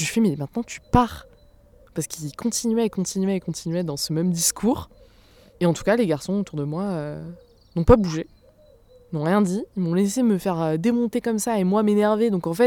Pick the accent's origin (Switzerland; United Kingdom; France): France; Brittany; J'ai grandi en Pays de Bigouden, donc Finistère Sud.